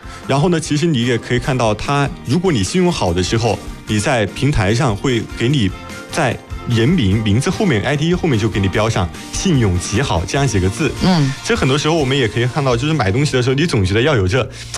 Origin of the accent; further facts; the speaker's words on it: Yichang, Hubei, China; 我们宜昌人